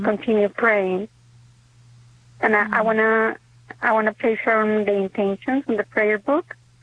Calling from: Boca Raton, Florida, United States; Good morning. … I'm calling from Boca Raton, Florida.

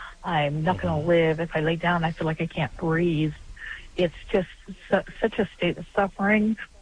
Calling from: Columbus, Ohio, United States; Hi, I'm calling from the Columbus, Ohio area.

